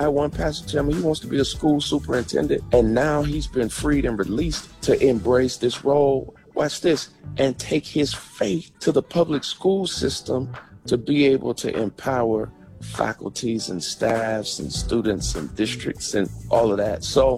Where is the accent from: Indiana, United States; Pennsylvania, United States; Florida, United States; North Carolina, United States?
North Carolina, United States; Charlotte; She drove to a studio where I was from Charlotte, and we jumped in the studio, and the rest is history.